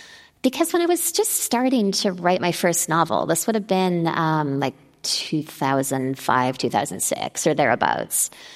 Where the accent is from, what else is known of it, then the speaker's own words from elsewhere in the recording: Denman Island, British Columbia, Canada; also born or lived in Toronto / Montreal; now in New York, United States; I'm from Denman Island, British Columbia. It's about 1,000 people. It's definitely more deer than people. Like, it's just forest. It's pretty.